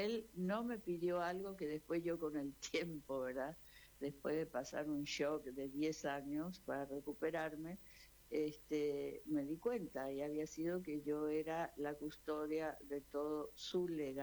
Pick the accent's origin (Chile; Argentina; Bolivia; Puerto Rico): Argentina; moved away as an adult; now in Asunción, Paraguay; Sí, yo nací en la Argentina porque mis padres fueron paraguayos que se radicaron en la Argentina y bueno, fue así como yo nací en ese país hermano